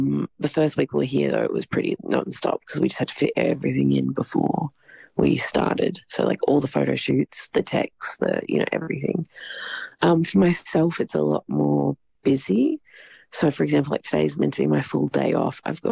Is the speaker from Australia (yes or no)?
yes; Broome, Western Australia, Australia; I'm from Broome